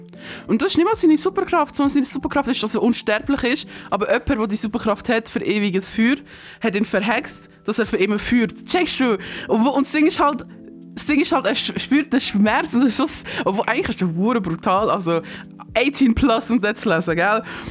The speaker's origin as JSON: {"language": "German", "region": "Tunceli Province", "country": "Turkey", "said": "als ein Kurdin, der nicht so viel von Kultur leider mitbekommen hat. Es ist sehr interesting, wenn sie über so, wie der eine ist vom gleichen Dorf, glaube ich, wie ich. Dersim, let's go, Dersim, up."}